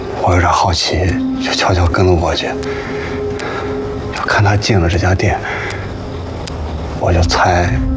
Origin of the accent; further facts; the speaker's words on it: Changhua County, Taiwan; 我们是彰化的同乡